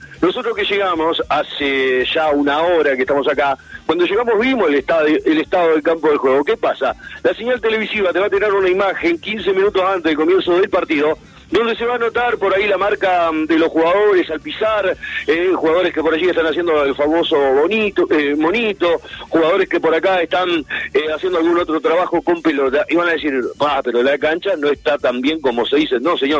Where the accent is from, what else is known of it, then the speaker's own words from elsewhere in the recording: Uruguay; Rodrigo, te aprovecho para preguntarte, por ahí, como buen uruguayo, venimos sobre la hora